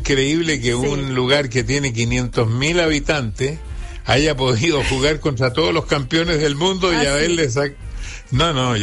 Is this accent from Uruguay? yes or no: no; Talca, Maule, Chile; yo soy de Talca